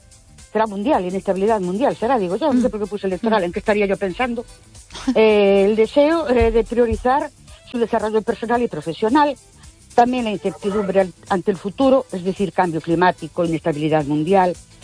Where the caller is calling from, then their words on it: Ourense, Galicia, Spain; Buenas noches. … de Orense otra vez.